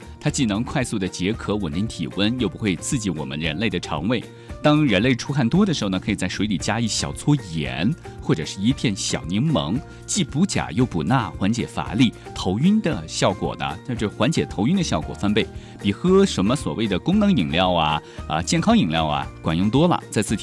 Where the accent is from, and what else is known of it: Kunming, Yunnan, China